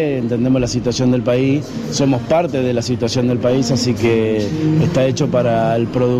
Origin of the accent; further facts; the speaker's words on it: Villaguay, Entre Ríos, Argentina; moved away; muchos años estuve afuera de mi ciudad natal y bueno, tuve la suerte de poder volver